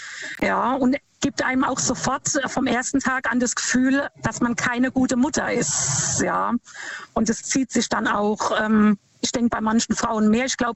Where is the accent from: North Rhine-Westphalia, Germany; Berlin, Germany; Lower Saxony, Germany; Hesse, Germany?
Hesse, Germany; Lampertheim; Ich komme aus Lampertheim.